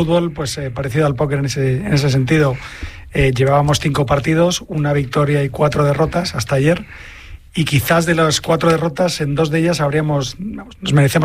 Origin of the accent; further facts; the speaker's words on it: Madrid, Community of Madrid, Spain; Yo soy de Madrid, pero mi padre era de Badajoz.